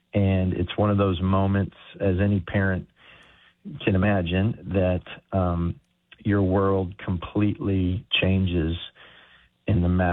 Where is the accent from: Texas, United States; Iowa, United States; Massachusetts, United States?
Texas, United States; San Antonio; moved away as an adult; now in Little Rock, United States; I'm a Texas boy. I grew up in San Antonio